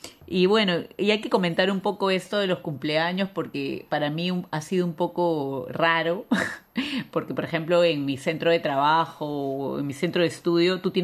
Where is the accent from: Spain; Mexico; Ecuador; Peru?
Peru; porque en realidad en mi país mi cumpleaños es el 8 de octubre y los peruanos que me pueden escuchar, el 8 de octubre es feriado, es el día del combate a Angamos.